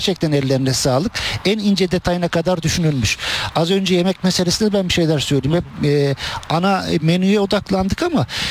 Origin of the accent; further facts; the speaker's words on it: Ankara, Turkey; ben tabii klasik bir Ankaralı olarak